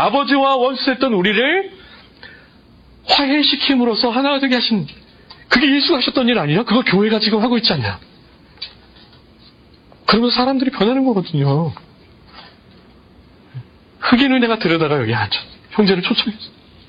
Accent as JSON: {"language": "Korean", "country": "South Korea", "moved": "yes", "lives_now": "Los Angeles, United States", "said": "지금 이 LA 땅 제가 살고 있는 LA 땅에는 얼마나 많은 언어 그룹이 있고 어떤 그룹들이 살고 있는데 나는 한국 사람으로서"}